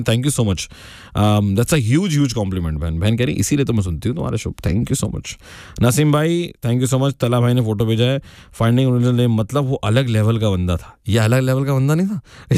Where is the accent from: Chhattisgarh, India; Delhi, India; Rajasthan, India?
Delhi, India; now in Mumbai, India; भाई मैं दिल्ली से हूं भाई, दिल्ली का टैलेंट है भाई, हम दिल्ली के गबरू हैं।